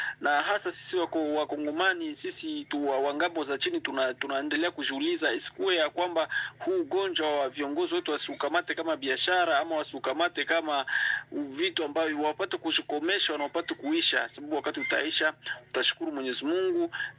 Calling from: Beni, North Kivu, DR Congo; Mimi natoka hapa mjini Kongo, jimbo la Nord Kivu, tauni vile ya Beni, kata Benengule, Selile Kabutunda, huku juu kukilima la aho maipi.

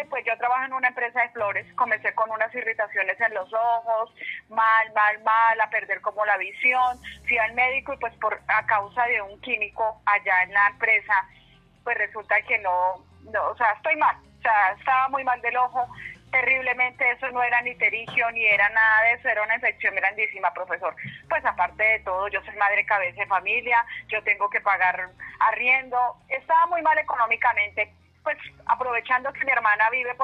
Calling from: Guasca, Cundinamarca, Colombia; yo estoy aquí en el 7 de agosto, que vive una hermana mía, porque yo vivo en Huasca

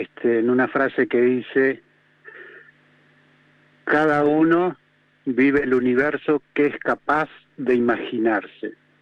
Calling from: San Luis, Argentina; De San Luis Capital.

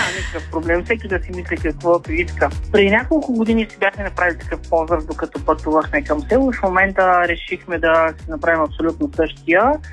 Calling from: Ruse, Ruse Province, Bulgaria

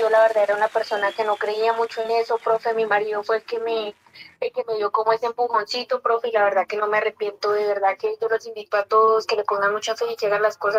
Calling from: Boyacá, Colombia; Quitania, Boyacá

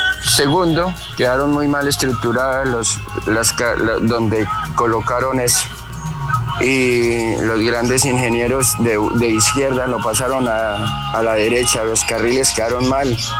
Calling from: Bucaramanga, Santander, Colombia; Le cuento que yo tengo 63 años … vivo en Molinos Bajos.

